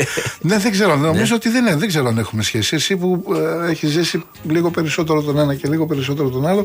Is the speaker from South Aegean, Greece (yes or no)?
yes; Rhodes, South Aegean, Greece; also born or lived in Crete; Γέννημα θρέμα στη Ρόδο